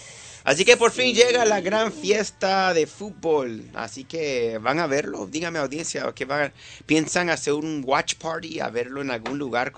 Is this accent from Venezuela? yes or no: yes; Venezuela; moved away; Me ha pasado que digo a alguien que soy de Venezuela